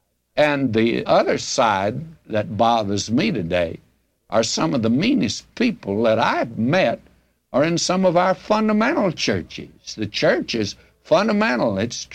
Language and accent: English; United States; I'm still happy that I'm an American. I'm still happy I live in the United States today.